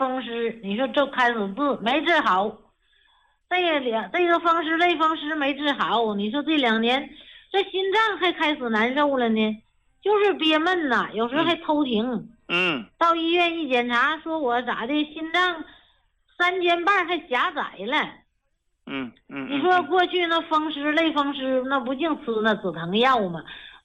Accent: Northeast China, China; 就是按我们东北那土话咋说，就是说筋疼的那种疼啊，就没有了。

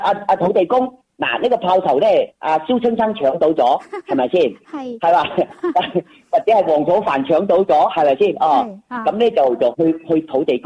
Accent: Yangchun, Guangdong, China; now in Shenzhen, China; 我家乡是阳江阳春人。

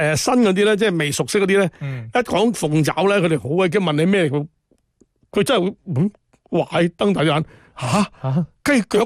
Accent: Guangzhou, Guangdong, China; moved away; 我小时候在广州，我很多那些亲戚都是做那个厨房的，

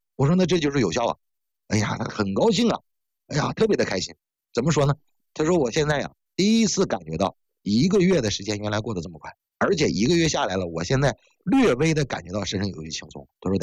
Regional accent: Northeast China, China; 是我是东北人，我哪见这些东西啊？

